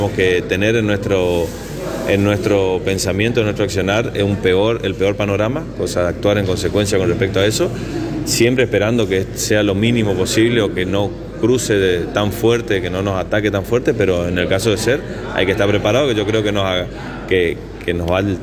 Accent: Goya, Corrientes, Argentina; yo que soy de Goya, me voy todos los años al agricultor

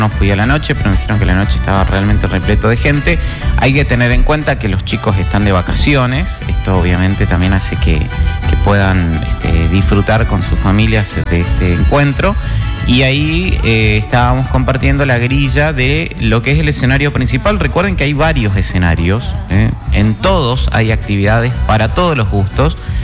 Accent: Norte Grande, Argentina; si somos del Norte Grande.

